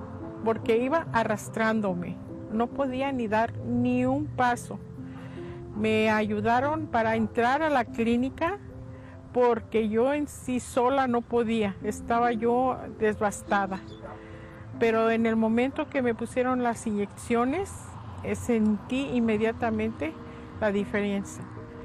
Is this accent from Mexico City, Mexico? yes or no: yes; Mexico City, Mexico; Yo soy de la Ciudad de México.